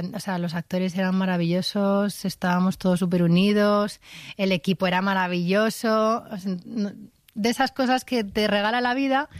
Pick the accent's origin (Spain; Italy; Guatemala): Spain; O sea, era todo como todos estamos juntos, somos españoles todos. Somos españoles todos y lo que nos importa es la familia.